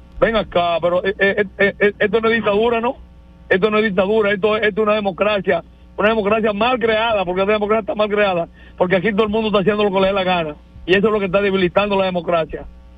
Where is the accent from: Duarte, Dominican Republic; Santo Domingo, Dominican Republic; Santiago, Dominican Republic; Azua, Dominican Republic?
Azua, Dominican Republic; allá en los negros de Azua, donde soy nativo